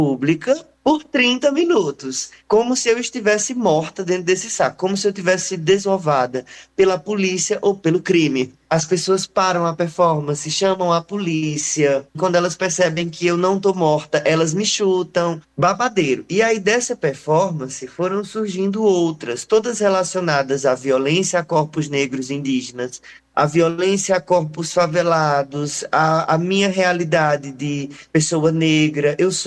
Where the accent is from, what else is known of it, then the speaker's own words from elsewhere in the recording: Ceará, Brazil; born there; eu sou paiacus de Morada Nova, que é a minha verdadeira ancestralidade indígena. Só que eu sou cariri porque eu nasci aqui na região do Cariri.